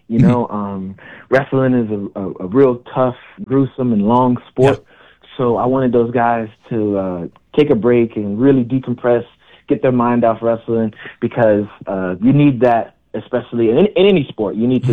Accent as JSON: {"language": "English", "town": "Miami", "region": "Florida", "country": "United States", "tie": "born or raised there", "moved": "as an adult", "lives_now": "Iowa, United States", "said": "So from Miami, Florida, I was born and raised there 23 years, and now I'm flying out to Iowa."}